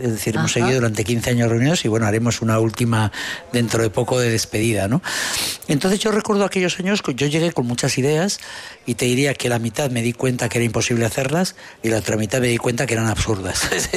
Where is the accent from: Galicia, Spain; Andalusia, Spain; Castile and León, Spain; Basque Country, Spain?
Basque Country, Spain; yo me siento español, me siento vasco, me siento español, me siento europeo y me siento iberoamericano.